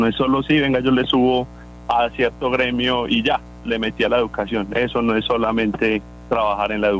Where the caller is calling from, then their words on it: Medellín, Antioquia, Colombia; buenos días desde Medellín.